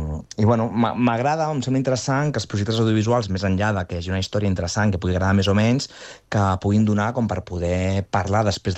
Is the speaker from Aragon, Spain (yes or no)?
yes; Castellazuelo, Aragon, Spain; I dic, ostres, és que no he rodat mai al meu poble, Castellazuelo, i em feia moltíssima il·lusió.